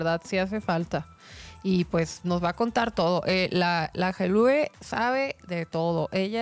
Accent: Mexico; ¡Despierta, que somos un chingo a la chingada y somos mexicanos!

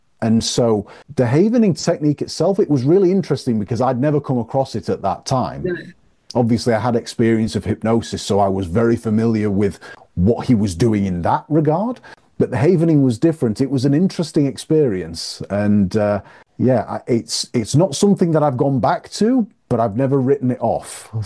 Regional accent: Yorkshire and the Humber, United Kingdom; being a Yorkshireman and having that tight Yorkshireman upbringing

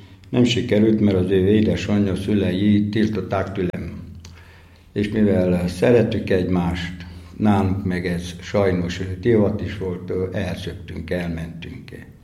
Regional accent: Oradea, Bihor, Romania; a Cinkapanna, ahol ott születtek legtöbb cigányok itt Velencén, itt Váradon. Ott születtem én is

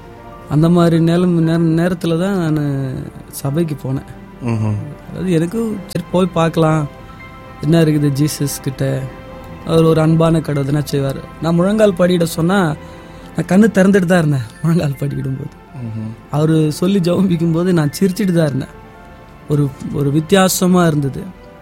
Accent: Chennai, Tamil Nadu, India; first language Telugu; Tamil is a second language; now in Tirupati, India; சென்னையில் நான் பிறந்து வளர்ந்ததால்

